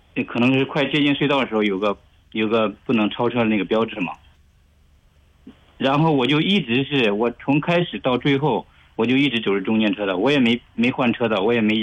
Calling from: Anyang, Henan, China; 我是河南安阳的。

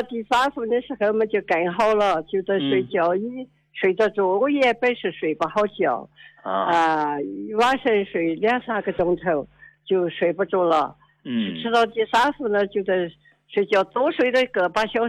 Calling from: Yunnan, China; 我是云南的。

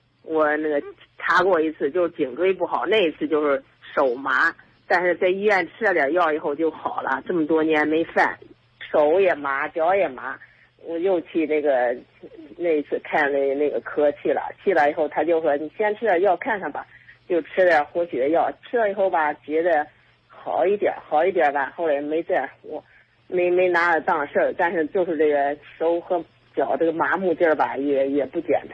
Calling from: Shijiazhuang, Hebei, China; 我是石家庄的

